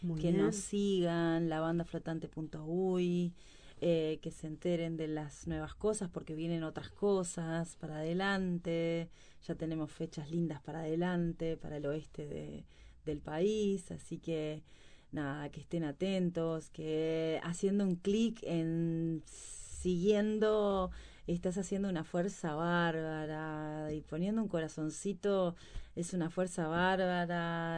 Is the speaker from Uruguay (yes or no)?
yes; Canelones, Uruguay; músicos uruguayos que venimos de la Costa de Oro